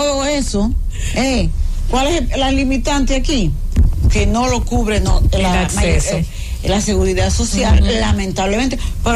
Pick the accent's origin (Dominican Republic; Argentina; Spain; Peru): Dominican Republic; Digo yo, de Dominican Republic, República Dominicana.